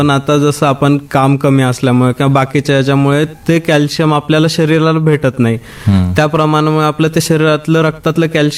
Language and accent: Marathi; Ter, Maharashtra, India; मी धाराशिवचाच आहे, माझं तसं मूळ गाव तेर, सो तिथलाच धाराशिवचा राहिला असल्यामुळे मला शिक्षण इथेच झालं धाराशिवमध्ये.